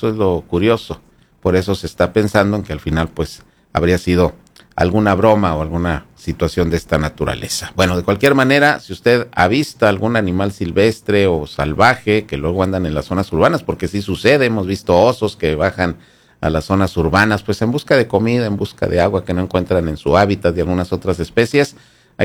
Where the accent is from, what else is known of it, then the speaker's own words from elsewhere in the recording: Mexico; ya sabe cómo somos los mexicanos